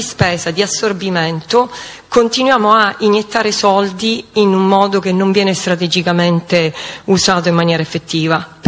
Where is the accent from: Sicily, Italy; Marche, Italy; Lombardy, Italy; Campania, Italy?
Sicily, Italy; accent: Sicilian; Io sono siciliana di origine, come credo si senta dall'accento